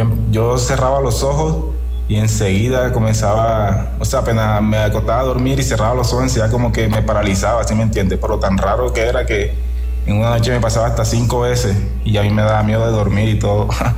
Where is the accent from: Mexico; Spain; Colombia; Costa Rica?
Colombia; Fundación, Magdalena; also born or lived in Arauca; Yo soy de Fundación Magdalena, pero en ese tiempo me fui a vivir a Arauca, ahí cerca de Venezuela.